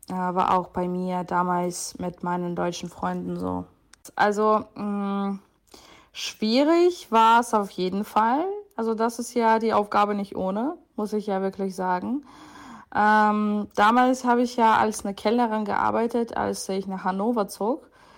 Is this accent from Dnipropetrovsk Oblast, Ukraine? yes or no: yes; Dnipro, Dnipropetrovsk Oblast, Ukraine; moved away as an adult; now in Germany; Also ich komme aus der Ukraine, aus Dnipro. Und das erste Mal bin ich 2022 nach Deutschland gezogen. Ursprünglich bin ich ja wegen des Krieges nach Deutschland gekommen.